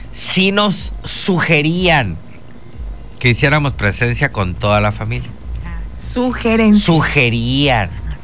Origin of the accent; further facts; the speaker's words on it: northern Mexico, Mexico; soy norteño.